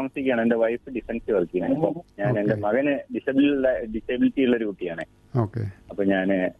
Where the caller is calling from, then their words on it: Lucknow, Uttar Pradesh, India; ഞാൻ ലക്നൌവിൽ നിന്നാണ് വിളിക്കുന്നത്.